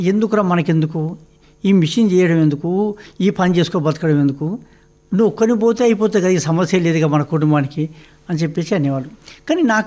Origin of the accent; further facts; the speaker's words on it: Shahajipet, Telangana, India; now in Aler, India; నా సొంత ఊరు పూర్వము నల్గొండ జిల్లా ఆలేరు మండలం షారాజీపేట.